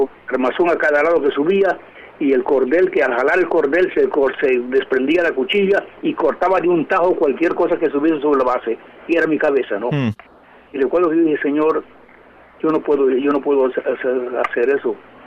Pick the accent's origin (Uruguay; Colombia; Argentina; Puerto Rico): Puerto Rico; born there; Pero yo rechazaba al Señor porque yo nací en Puerto Rico.